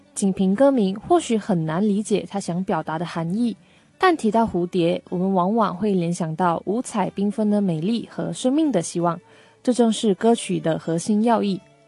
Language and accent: Chinese; Malaysia; now in China